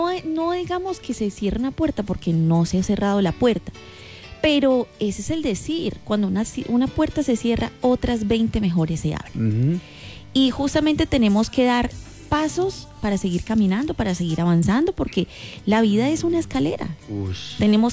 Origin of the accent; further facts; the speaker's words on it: Ibagué, Tolima, Colombia; es algo muy bonito porque tú y yo venimos de Ibagué